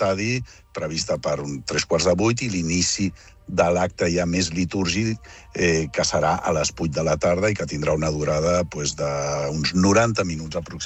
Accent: Barcelona, Catalonia, Spain; com a ciutadans de Barcelona, com a catalans

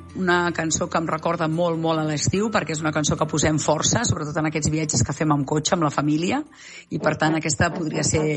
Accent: Berga, Catalonia, Spain; now in Sant Cugat del Vallès, Spain; Jo sóc de Berga i, per tant, el mar no es veu, i on visc a Sant Cugat tampoc es veu el mar.

